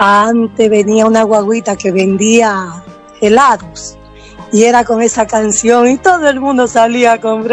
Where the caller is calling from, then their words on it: Río Verde Abajo, Dominican Republic; de Río Verde abajo, soy de aquí de donde es con quien usted comenzó a cantar